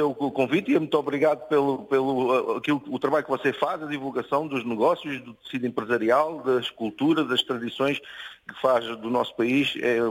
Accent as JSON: {"language": "Portuguese", "town": "Cadaval", "region": "Lisbon", "country": "Portugal", "said": "eu sou do Conselho do Cadaval e é a zona da Pera Rocha"}